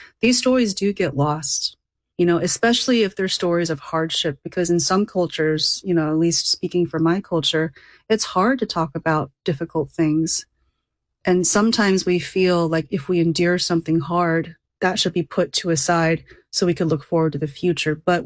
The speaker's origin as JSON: {"language": "English", "town": "Sugar Land", "region": "Texas", "country": "United States", "tie": "born or raised there", "moved": "yes", "lives_now": "New York, United States", "said": "I grew up in Sugar Land. Sugar Land is right next to Missouri City."}